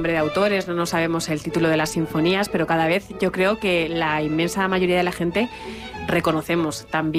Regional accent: Arenas de San Pedro, Castile and León, Spain; Arenas de San Pedro, por ese palacio, ¿no?, maravilloso de mi pueblo

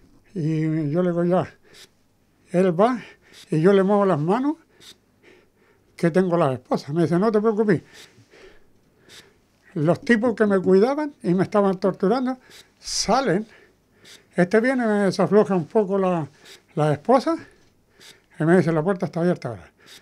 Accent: Chile; moved away as an adult; now in Australia

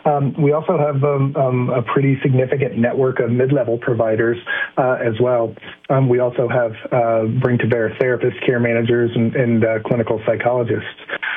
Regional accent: Midwest, United States; I'm a Midwesterner, and we tend to think that it's not our business

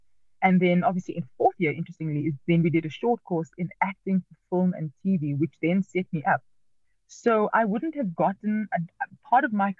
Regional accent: Mitchell's Plain, Western Cape, South Africa; I come from the Cape Flats. I come from Sandfontein, which is part of Mitchell's Plain, growing up in the 80s, shielded from a lot of stuff actually by my parents.

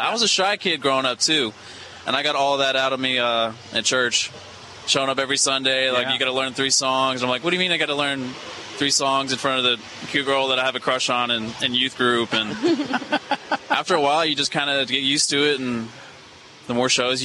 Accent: Sugar Hill, Georgia, United States; Home is Atlanta, Georgia. I grew up in Sugar Hill and been in Georgia all my life.

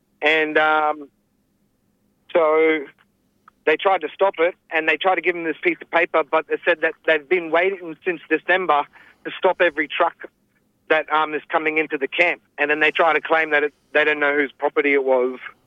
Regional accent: Queensland, Australia; I come from the Wangan and Yagalingu people, and I live inside of a tribal autonomous clan group zone

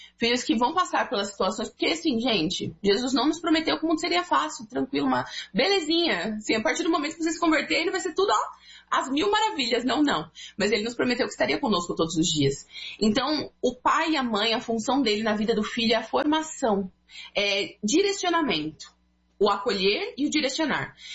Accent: São Paulo, Brazil; eu nunca fui pra Curitiba, eu sou de São Paulo

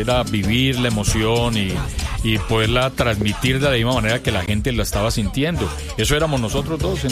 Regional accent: Colombia; como colombiano es imposible no sentir esa emoción

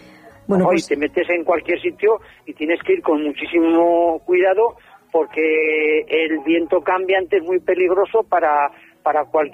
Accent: Luesia, Aragon, Spain; Sí, soy de aquí de Luesia, sí. Tengo mi explotación aquí en Luesia.

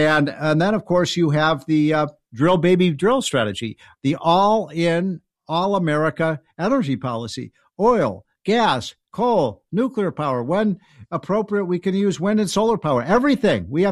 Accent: Chicago, Illinois, United States; I'm a Chicagoan, so I'm not a big fan of the Knicks. I'm a Bulls fan.

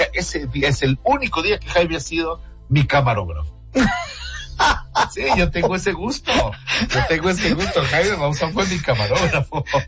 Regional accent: Mexico; yo soy mexicano

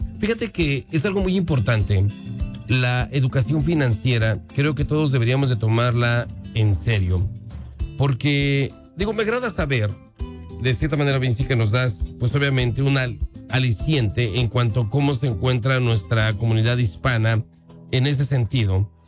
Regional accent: Mexico; Bueno, Cintia y yo somos de México.

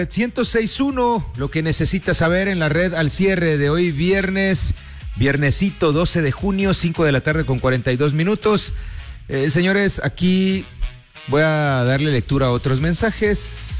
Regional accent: Guatemala; somos guatemaltecos, mi hermano.

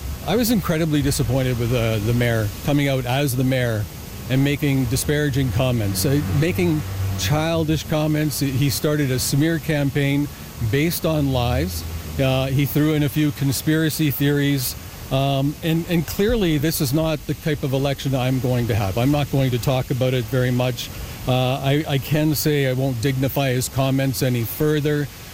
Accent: Canada; I'm very Canadian. I'm proud to be Canadian.

